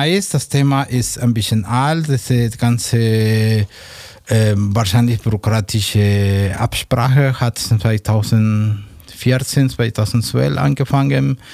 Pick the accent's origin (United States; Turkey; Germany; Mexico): Mexico; German is a second language; Ich bin Mexikaner.